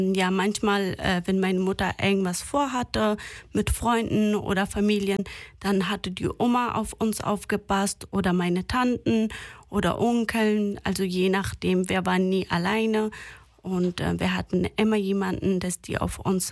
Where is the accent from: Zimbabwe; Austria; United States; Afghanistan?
Afghanistan; German is a second language; now in Germany; also ich komme aus Afghanistan und lebe seit fast 9 Jahren hier in Deutschland.